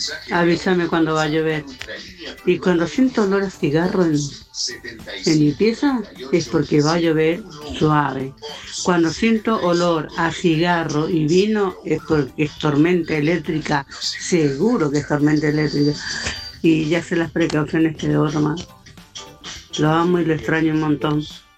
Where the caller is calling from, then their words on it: Villa Celina, Buenos Aires Province, Argentina; de Villa Celina.